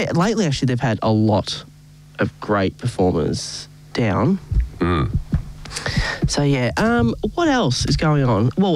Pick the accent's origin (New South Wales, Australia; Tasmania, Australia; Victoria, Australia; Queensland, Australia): Victoria, Australia; Geelong; I grew up in Geelong.